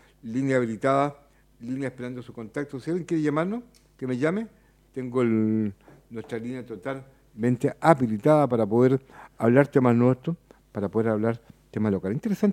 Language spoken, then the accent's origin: Spanish; Chile